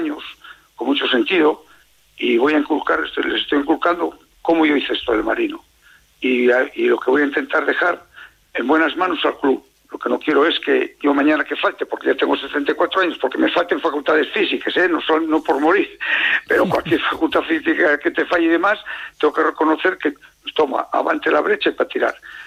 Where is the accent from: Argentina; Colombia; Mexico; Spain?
Spain; Luanco, Asturias; Yo quiero que mi pueblo Luanco salga ahí por todos los lados, y eso desde que nací pensé en ello.